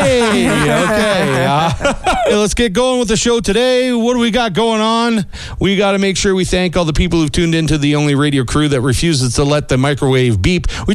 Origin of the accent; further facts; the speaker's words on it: Canada; we're all Canadian here.